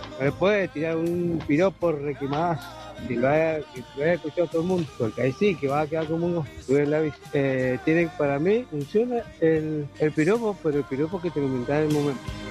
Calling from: Mendoza, Argentina; de Mendoza.

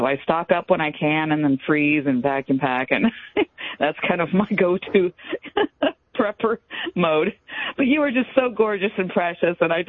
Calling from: Marysville, Washington, United States; I'm from Marysville, Washington.

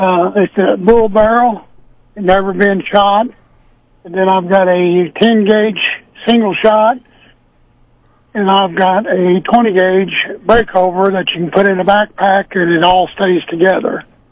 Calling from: Missouri, United States; South of Sedalia.

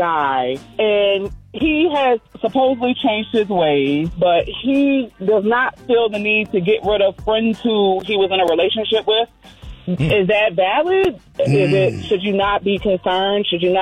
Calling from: Virginia, United States; I'm calling from Virginia.

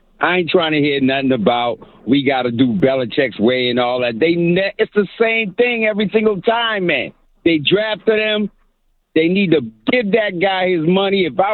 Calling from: Boston, Massachusetts, United States

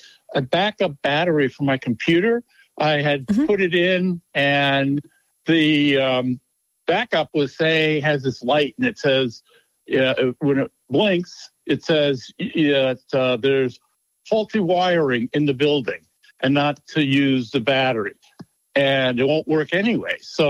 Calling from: Anchorage, Alaska, United States; I'm calling from Alaska, Anchorage.

